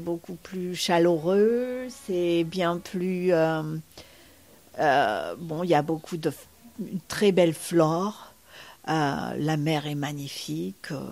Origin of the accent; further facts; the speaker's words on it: Saint-Paul-de-Vence, Provence-Alpes-Côte d'Azur, France; also born or lived in Nice; now in Key West, United States; Et oui, et puis en plus, je suis du sud de la France. Je suis née à Nice et élevée à Saint-Paul-de-Vence. Donc, j'aimais le soleil et la mer.